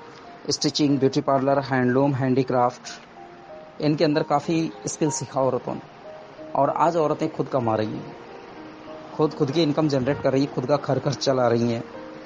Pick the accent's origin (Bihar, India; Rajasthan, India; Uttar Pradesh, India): Rajasthan, India; Gijgarh